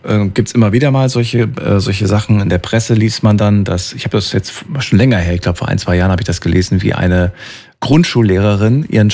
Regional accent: Thuringia, Germany; Früher, also bin ja aus Thüringen und so weiter. Und da war FKK ganz normal, ne? in der ehemaligen DDR.

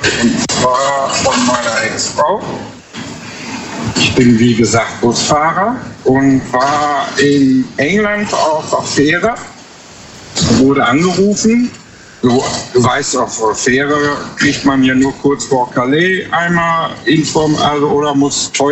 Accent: North Rhine-Westphalia, Germany; ich komme aus Nordrhein-Westfalen.

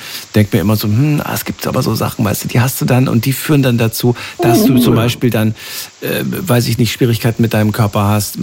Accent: Germany; born there; Aus Deutschland, ja. Mein Papa ist Slowake, okay. Aber ich bin in Deutschland geboren.

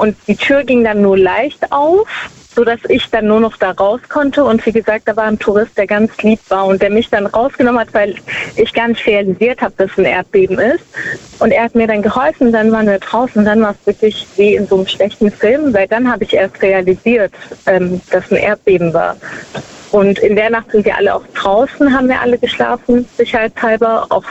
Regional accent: Baden-Württemberg, Germany; Ich komme aus der Nähe von Stuttgart.

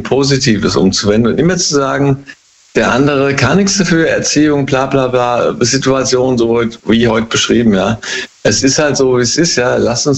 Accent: Hesse, Germany; Hey, aus dem Rheingau immer noch.

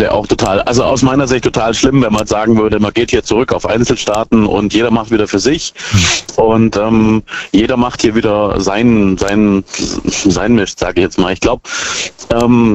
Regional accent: Brackenheim, Baden-Württemberg, Germany; Hey, ich komme aus Backenheim.

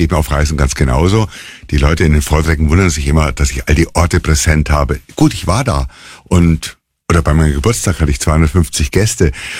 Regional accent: Munich, Bavaria, Germany; born there; Ich lebe in München, bin geboren in München und liebe mein Oberbayern.

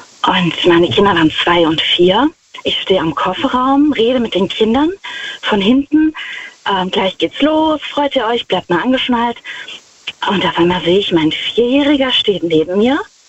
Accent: Wittlich, Rhineland-Palatinate, Germany; Ich bin aus der Nähe von Wittlich.

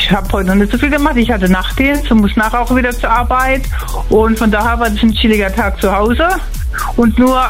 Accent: Germersheim, Rhineland-Palatinate, Germany; moved away as an adult; now in Bellheim, Germany; zwei Orte weiter, in Sonnenheim, ist nicht so bekannt, wohnt man seit 10 Jahren jetzt hier und haben es auch nicht bereut.

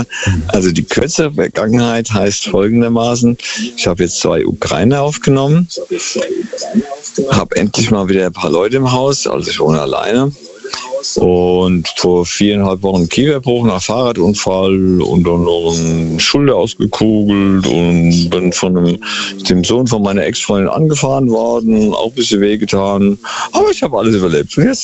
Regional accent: Palaikastro, Crete, Greece; Und dann am 5. von Athen auf Kreta, meine Heimat eigentlich, Palikastro.

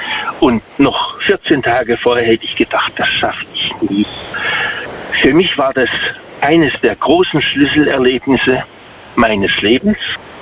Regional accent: Waghäusel, Baden-Württemberg, Germany; Also ich komme aus Waghäusel.

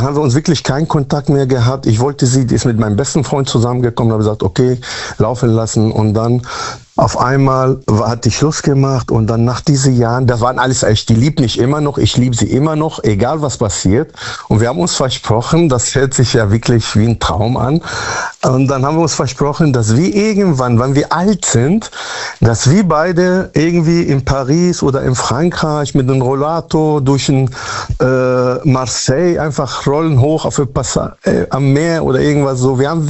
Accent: Münster, North Rhine-Westphalia, Germany

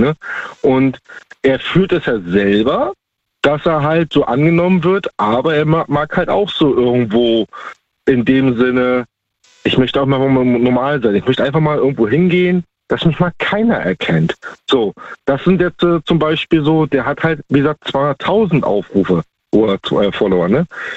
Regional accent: Baltic coast, Germany; Ich bin ursprünglich aus der Ostsee, da oben die Ecke.

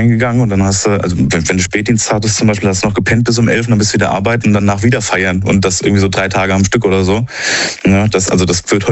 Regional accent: Rhineland-Palatinate, Germany; Zu Rheinland-Pfalz und ich komme eigentlich aus Rheinland-Pfalz.

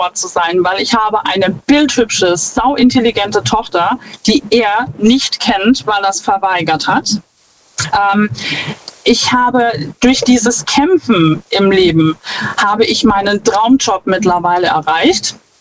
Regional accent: Schwetzingen, Baden-Württemberg, Germany; Ich bin aus Schwetzing.

